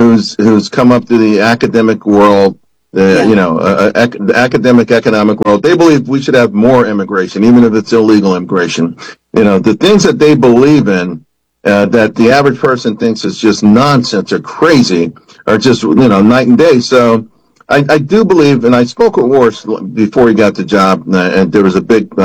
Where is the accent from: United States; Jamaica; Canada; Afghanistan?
United States; we don't have a voice in this as American citizens